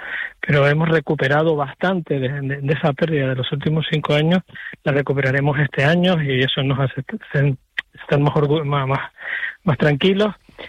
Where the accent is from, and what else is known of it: Canary Islands, Spain